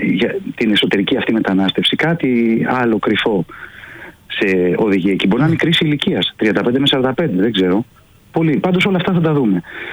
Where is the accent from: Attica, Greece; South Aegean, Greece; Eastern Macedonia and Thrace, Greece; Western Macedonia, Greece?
Attica, Greece; Athens; Όχι, είμαι Αθηναίος που πάω στις Κουτσουπιές